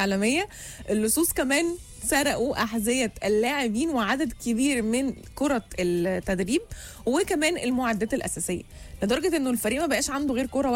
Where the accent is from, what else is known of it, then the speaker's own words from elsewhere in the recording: Alexandria, Alexandria Governorate, Egypt; انا من اسكندرية، تعالوا دوقوا.